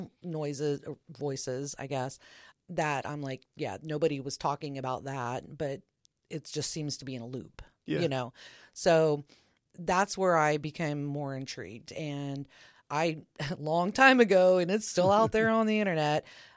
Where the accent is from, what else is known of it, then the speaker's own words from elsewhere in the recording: Oklahoma, United States; And there was literally just a few of us. I'm from Oklahoma.